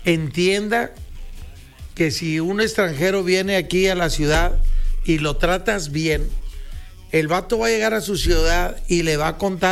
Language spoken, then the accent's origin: Spanish; Mexico; somos mexicanos